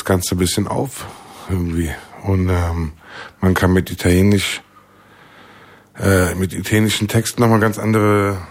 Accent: Frankfurt, Hesse, Germany; ich bin erstmal Frankfurter.

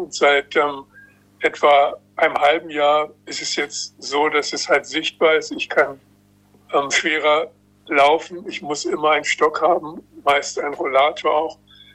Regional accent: Berlin, Germany; Ich bin ja in West-Berlin geboren, nicht weit von der Mauer, in sogenannten sozialen Wohnungsbau, einer Neubausiedlung, gegenüber einer Flüchtlingssiedlung

